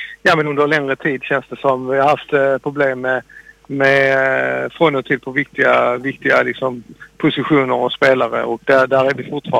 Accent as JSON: {"language": "Swedish", "country": "Sweden", "said": "som svensk"}